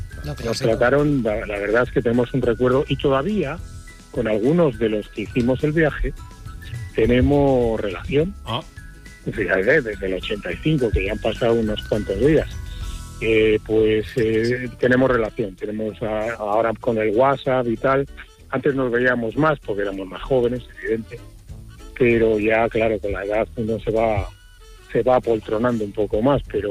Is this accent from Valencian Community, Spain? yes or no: no; Catalonia, Spain; Soy catalán, pero bueno, casi.